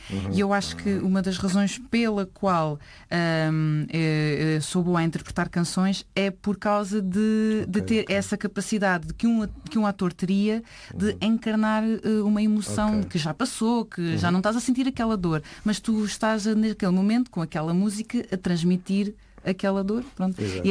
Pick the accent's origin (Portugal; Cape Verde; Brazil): Portugal; Cadaval, Centro; Sou da aldeia do Vilar, no concelho do Cadaval